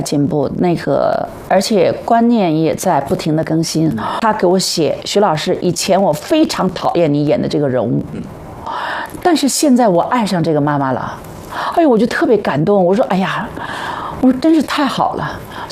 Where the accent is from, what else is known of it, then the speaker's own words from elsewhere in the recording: Beijing, China; 我北京人啊